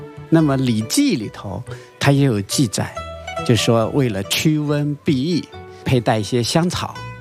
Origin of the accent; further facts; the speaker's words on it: Fujian, China; moved away; 就我老家，大家知道福建呢简称闽